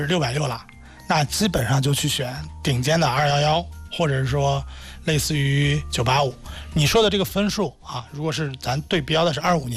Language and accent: Chinese; Hebei, China; 我是河北人，所以就偏北京的啊，